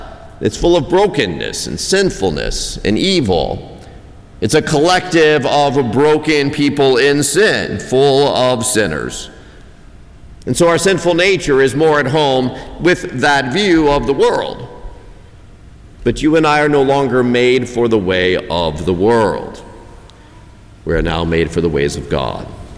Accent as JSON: {"language": "English", "country": "United States"}